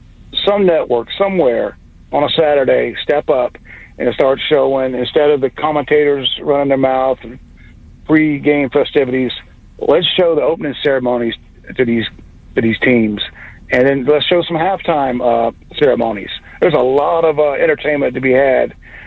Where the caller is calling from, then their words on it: Charleston, South Carolina, United States; I'm calling you from Chucktown, South Carolina.